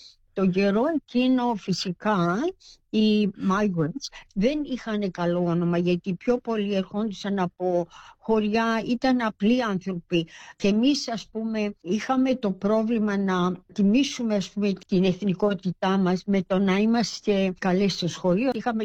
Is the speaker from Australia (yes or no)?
yes; Perth, Western Australia, Australia; moved away as an adult; also born or lived in Melbourne / Athens; now in Gold Coast, Australia; γυρίσαμε πίσω στο Perth και μεγαλώσαμε στο Perth. Όταν είμαστε 20 χρονών, 21 χρονού, η αδελφή της μητέρας μου από την Κύπρο πλήρωσε για την αδελφή μου και εγώ να έρθουμε στην Κύπρο και να δούμε την Ευρώπη.